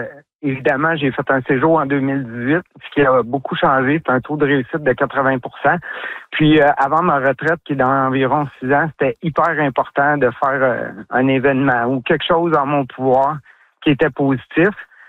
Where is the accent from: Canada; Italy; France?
Canada; Oka, Quebec; moi, je suis un natif d'Oka, j'ai grandi ici.